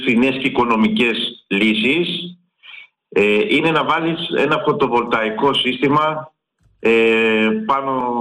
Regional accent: Central Greece, Greece; now in Chalkida, Greece; Εγώ είμαι κοντά, είμαι από τη Βόρειο Εύβοια, καταγωγή μου και εμένα. Από το Εσμήνιο, Δήμο Εστίας Ερυψού.

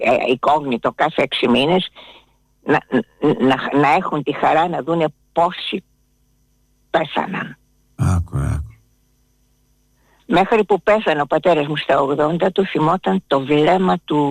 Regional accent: Greece; Εγώ δεν είμαι Εβραία, είμαι Ελληνίδα Ορθόδοξη.

